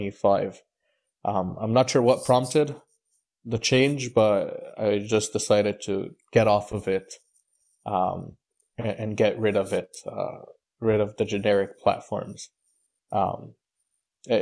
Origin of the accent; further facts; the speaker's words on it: Houston, Texas, United States; moved away as an adult; also born or lived in Egypt; now in Boston, United States; I was born in Egypt in 2004, came to the U.S. in 2005, and I was raised in Houston, Texas. So my whole life I've grown up in Houston. And then I moved up to Boston in January of 2024 for my studies.